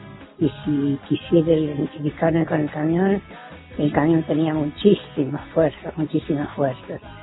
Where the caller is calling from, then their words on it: Cañada Seca, Buenos Aires Province, Argentina; Y soy de Cañada Seca